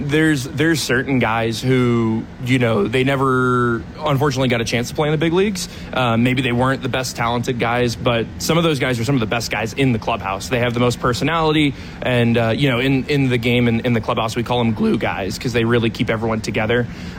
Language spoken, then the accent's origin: English; Charleston, South Carolina, United States; moved away; my hometown team in Charleston, the Charleston River Dogs.